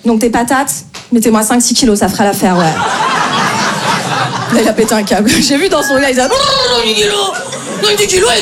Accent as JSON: {"language": "French", "town": "Paris", "region": "Île-de-France", "country": "France", "said": "Je me présente … moi je viens de Paris. J'essaye de jouer un peu dans plein de villes en France."}